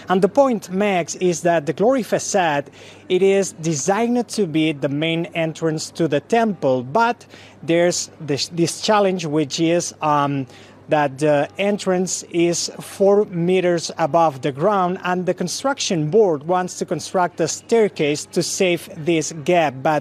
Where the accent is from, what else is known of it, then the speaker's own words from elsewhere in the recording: Barcelona, Catalonia, Spain; English is a second language; I've been many, many times inside because I'm from here. I'm local from Barcelona.